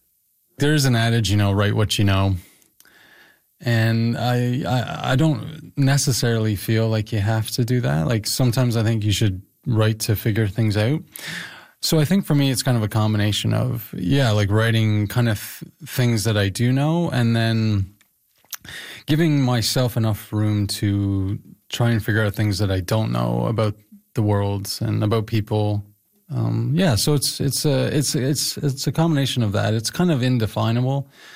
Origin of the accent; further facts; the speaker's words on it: Canada; being a Canadian as well